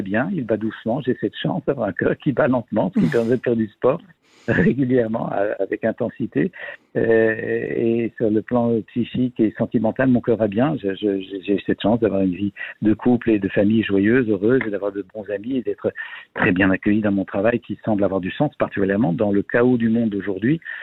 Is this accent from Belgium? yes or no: yes; Belgium; J'ai passé l'âge de la retraite, j'ai 68 ans en Belgique, je suis belge